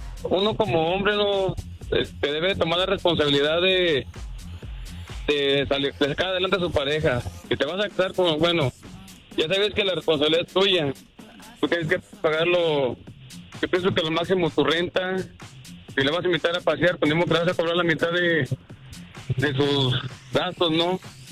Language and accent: Spanish; Michoacán, Mexico